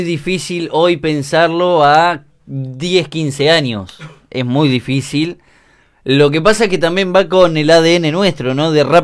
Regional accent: Argentina; lo digo como argentino que me gusta el deporte

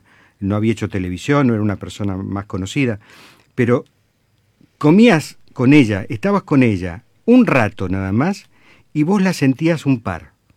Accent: Mar del Plata, Buenos Aires Province, Argentina; moved away; yo vengo de Mar del Plata

